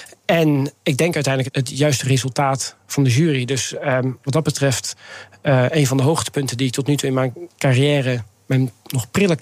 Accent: Netherlands; Ik ben opgegroeid in Nederland.

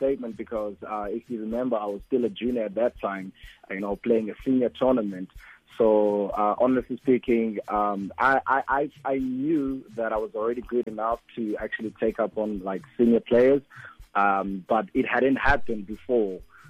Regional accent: Harding, KwaZulu-Natal, South Africa; also born or lived in Umlazi; I was born there, and then after 5 years, when I was five, after my mother passed away, then I moved to Harding. That's where I stayed with my granny.

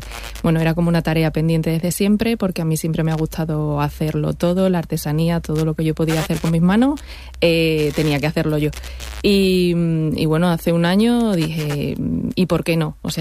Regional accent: Herrera del Duque, Extremadura, Spain; born there; moved away as an adult; now in Cáceres, Spain; Pues yo soy extremeña. Soy de una familia de Herrera del Duque, nací allí, me vine a Cáceres a estudiar la carrera hace más de 20 años y aquí me quedé y aquí sigo.

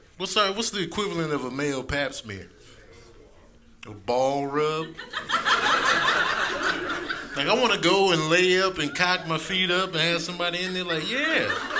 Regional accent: Chicago, Illinois, United States; now in California, United States; I'm from Chicago originally. I live in Cali now, though. Grew up in the Chicago public school system, you know.

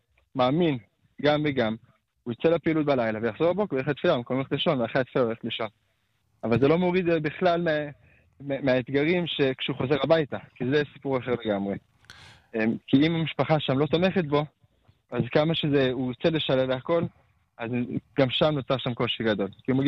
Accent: Jerusalem, Jerusalem District, Israel; אני מירושלים

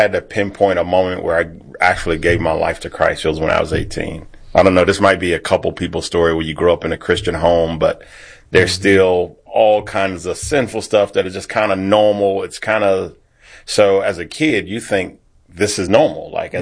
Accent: Baton Rouge, Louisiana, United States; I'm from Baton Rouge, Louisiana.

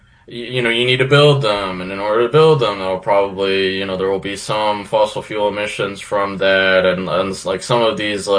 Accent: Florida, United States; We're from Florida. I've always lived 15 minutes from the beach. I'm in Fort Lauderdale.

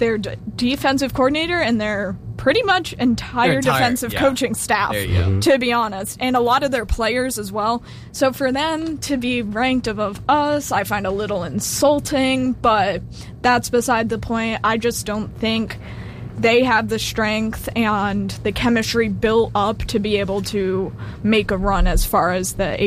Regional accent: Pennsylvania, United States; I know I'm from Pennsylvania

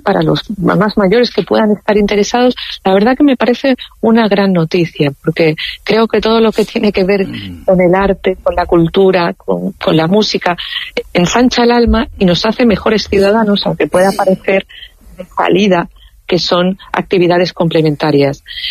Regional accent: Spain; no podemos olvidar que los españoles, que España, somos también latinos. O sea, de hecho diría que somos latinos de salida

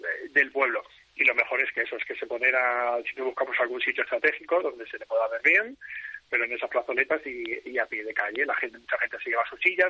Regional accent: Extremadura, Spain; paisanos somos todos los extremeños

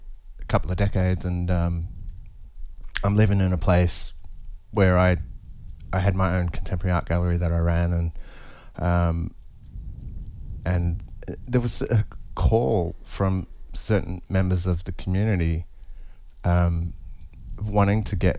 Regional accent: Sydney, New South Wales, Australia; No, in Sydney.

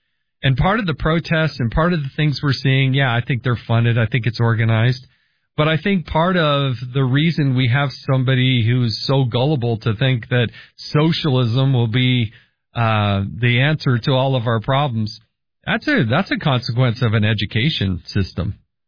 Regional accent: Utah, United States; my home state of Utah included, Utah does all vote by mail.

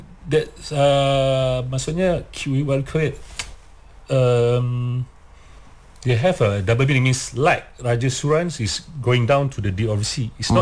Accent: Malaysia; We are Malaysian, we are Malay

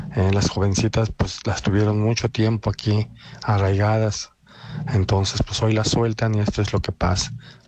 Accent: León, Guanajuato, Mexico; now in Aguascalientes, Mexico; Mira, yo vengo de León. Llegué hace más de 30 años aquí a Aguascalientes.

